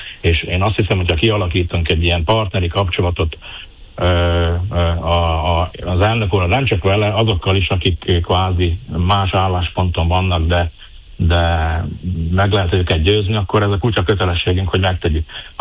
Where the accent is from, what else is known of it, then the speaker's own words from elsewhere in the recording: Felvidék, Slovakia; felvidéki magyarként és magyar polgármesterként, magyar emberként